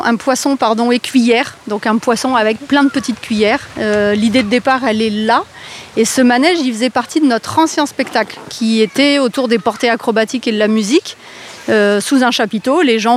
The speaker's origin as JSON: {"language": "French", "region": "Nouvelle-Aquitaine", "country": "France", "said": "Nous, on vient de Creuse, donc on est loin de chez vous."}